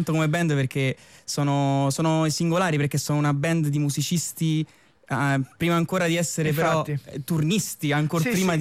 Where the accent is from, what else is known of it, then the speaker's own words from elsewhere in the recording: Rome, Lazio, Italy; siamo dell'Eur.